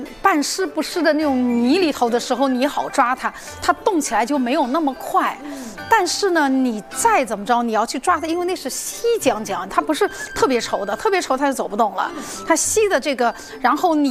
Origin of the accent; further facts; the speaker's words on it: Zhejiang, China; 就是江南水乡的嘛，就是我是浙江的，所以小时候在田边嘛